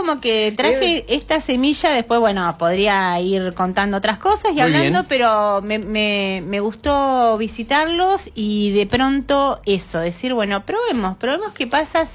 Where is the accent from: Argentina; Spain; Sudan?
Argentina; Victorica, La Pampa; yo soy de un pueblo